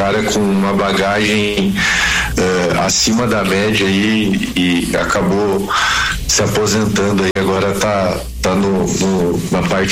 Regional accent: Santa Catarina, Brazil; now in Bento Gonçalves, Brazil; Eu sou natural de Santa Catarina.

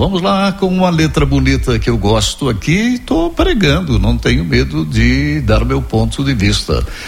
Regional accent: Southern Brazil, Brazil; Eu sou do Sul

